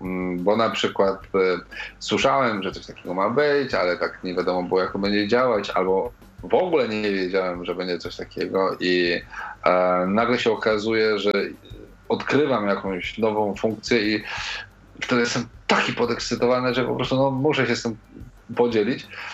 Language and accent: Polish; Pomeranian Voivodeship, Poland; słuchaj, ja jestem tym gościem z Pomorza, który coś tam.